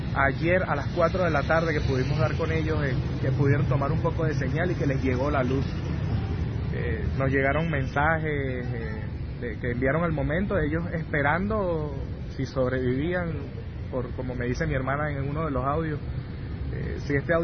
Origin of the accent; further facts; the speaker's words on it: Venezuela; moved away as an adult; now in Santa Cruz, Bolivia; Particularmente como venezolano, les puedo decir que tengo el alma rota, pues, porque todos mis recuerdos, mi infancia, mi identidad, todo lo que... el sitio donde crecí